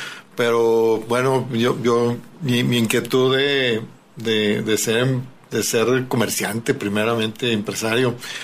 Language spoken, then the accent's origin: Spanish; Poza Rica, Veracruz, Mexico; y los juntaban porque nací en Poza Rica, Veracruz.